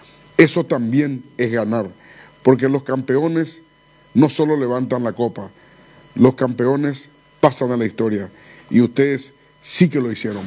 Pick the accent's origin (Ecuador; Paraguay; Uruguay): Paraguay; cada rostro desencajado al final del partido nos recordó quiénes somos como paraguayos